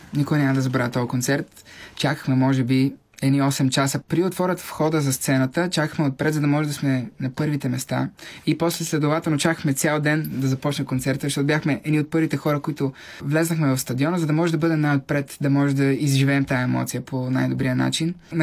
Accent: Pleven, Pleven Province, Bulgaria; Да, аз съм от Плевен, имах едно прекрасно, прекрасно детство, благодарение на моето семейство.

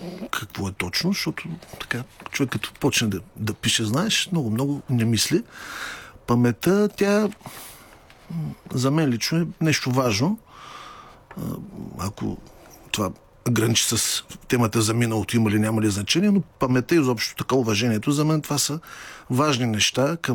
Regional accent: Ruse, Ruse Province, Bulgaria; moved away; В Русе ще бъда след две седмици, родния ми град, където така се вълнувам особено много.

